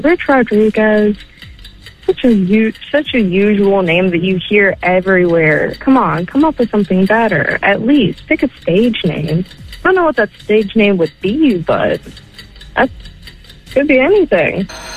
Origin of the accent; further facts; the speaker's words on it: Morgantown, West Virginia, United States; Morgantown.